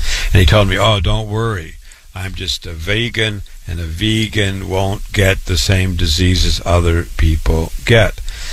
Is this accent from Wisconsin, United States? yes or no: no; Waterloo, Iowa, United States; born or raised there